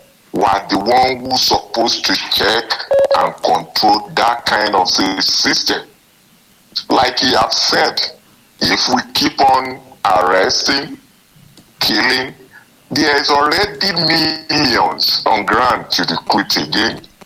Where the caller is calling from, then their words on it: Ibadan, Oyo, Nigeria; from Apata, Ibadan.